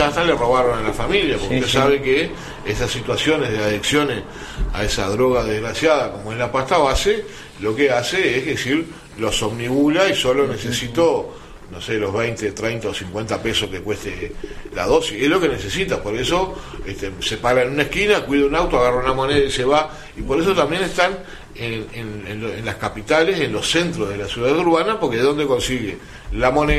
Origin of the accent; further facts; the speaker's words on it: Uruguay; no es como algunos uruguayos creen que somos una cosa aparte en el mundo.